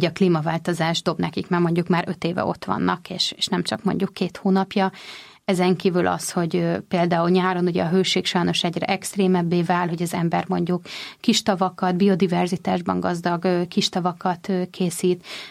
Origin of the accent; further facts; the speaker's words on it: Budapest, Hungary; mert én a Pagony utcában nőttem fel.